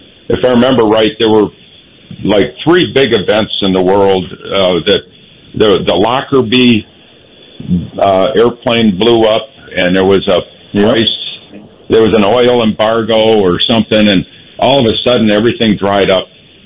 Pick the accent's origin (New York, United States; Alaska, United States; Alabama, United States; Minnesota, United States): Minnesota, United States; Minneapolis; moved away as an adult; I get to Northwest Airlines, my hometown. I'm back to Minneapolis